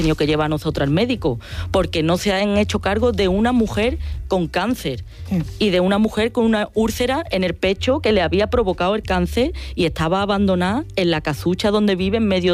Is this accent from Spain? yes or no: yes; Escacena del Campo, Andalusia, Spain; en nuestros pueblos teníamos agua a dos años vista, y en mi pueblo Escacena del Campo no nos pasó, ¿no?